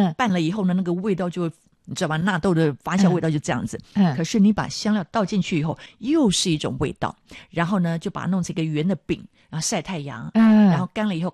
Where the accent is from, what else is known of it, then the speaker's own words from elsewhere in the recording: Taiwan; 我就是客家人嘛，台湾人嘛，嗯，对不对？我们已经有我们自己的饮食文化。